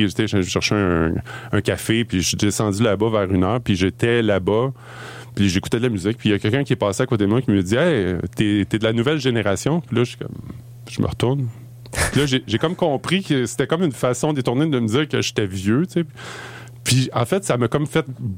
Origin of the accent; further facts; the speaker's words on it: Boucherville, Quebec, Canada; now in Montreal, Canada; j'ai grandi à Boucherville, en fait. C'est juste sur la rive sud de Montréal. Puis j'ai habité Boucherville jusqu'à... en fait, je suis parti en France 1 an pour la natation quand j'ai fini mon cégep. Puis après ça, je suis revenu à Montréal.